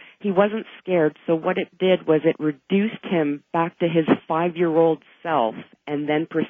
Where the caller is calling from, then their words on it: Mississauga, Ontario, Canada; I'm calling from Mississauga, Ontario, Canada.